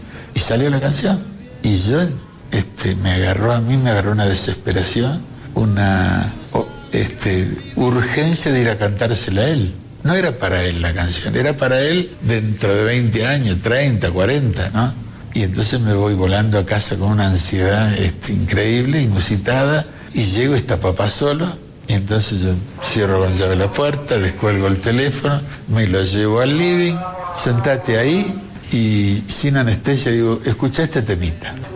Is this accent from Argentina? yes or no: yes; Argentina; also born or lived in Colombia / Italy; Soy orgullosamente colombiano, italiano, malcriado en la Argentina, y colombiano por adopción.